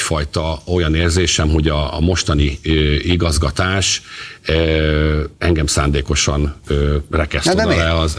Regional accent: Debrecen, Hajdú-Bihar, Hungary; én debreceni vagyok

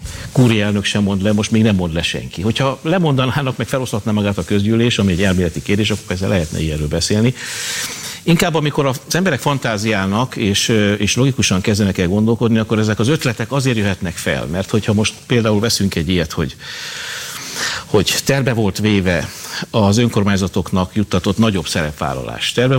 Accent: Debrecen, Hajdú-Bihar, Hungary; Nyilván logikus az is, hogy mondjuk én debreceni vagyok

